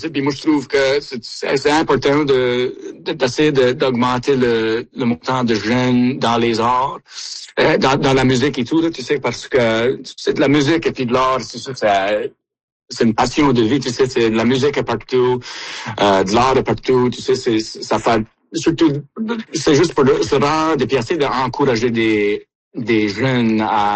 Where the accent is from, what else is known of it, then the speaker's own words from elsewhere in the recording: Baie Sainte-Marie, Nova Scotia, Canada; accent: Acadian French of Baie Sainte-Marie; notre accent à la Baie-Sainte-Marie, dans le sud-ouest de la Nouvelle-Écosse, c'est un peu potin comparé à le restant de la francophonie.